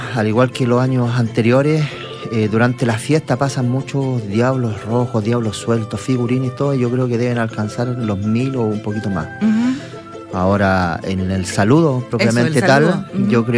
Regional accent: Valparaíso, Chile; moved away; No soy de acá, yo soy de la quinta región.

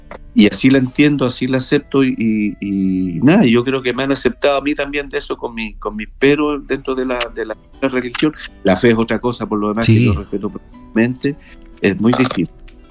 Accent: Iquique, Tarapacá, Chile; moved away; yo soy pampino, soy quiqueño y pampino

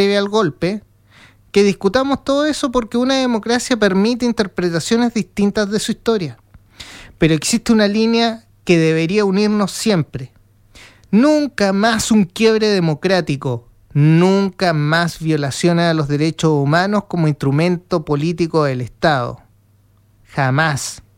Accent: Chile; ¿somos capaces los chilenos de recordar el 11 de septiembre sin convertirlo nuevamente en una trinchera?

